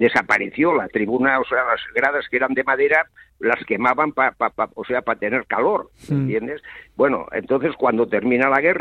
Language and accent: Spanish; Valencia, Valencian Community, Spain; born there; Mira, yo nací en Valencia y era Plaza del Caudillo